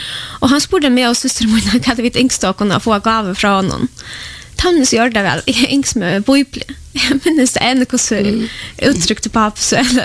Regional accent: Poland; now in Sweden; jag är född och uppvuxen I Polland och en äldre lärare byggt och jag är uppvuxen I en katolska familj

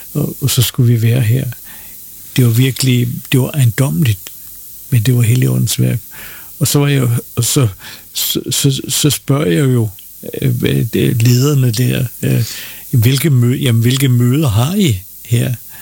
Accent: Copenhagen, Capital Region of Denmark, Denmark; jeg ved ikke, om det var fordi, jeg var københavner

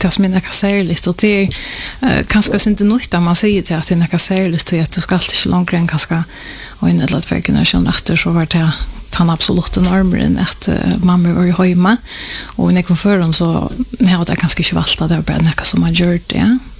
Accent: Klaksvík, Faroe Islands; moved away as an adult; now in Gøta, Faroe Islands; 42 år gammel, født og oppvaksen i Klaksvik. Men jeg har bo i Göte og i Nekvar etter håndene, det var i 2003

